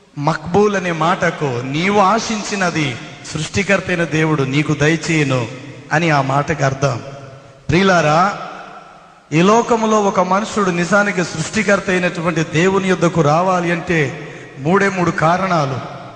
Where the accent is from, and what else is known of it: Rajahmundry, Andhra Pradesh, India; born or raised there